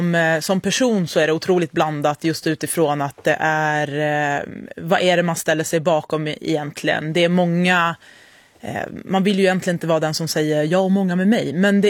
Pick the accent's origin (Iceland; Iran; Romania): Iran; vi som iranier är ju fullt medvetna om vilka hot som kommer ifall vi på något sätt motsätter oss det som är islamiska regimens vägar.